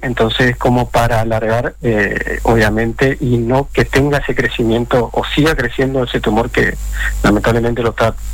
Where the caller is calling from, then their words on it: Puerto Tirol, Chaco, Argentina; Nosotros somos de Chaco, somos sí. de la localidad de Puerto Tirol